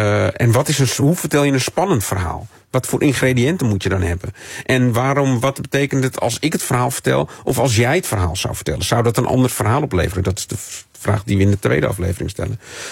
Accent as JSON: {"language": "Dutch", "town": "Amsterdam", "region": "North Holland", "country": "Netherlands", "tie": "born or raised there", "said": "Want ik ben opgegroeid in Amsterdam. Dus op een gegeven moment gingen we naar alle musea af."}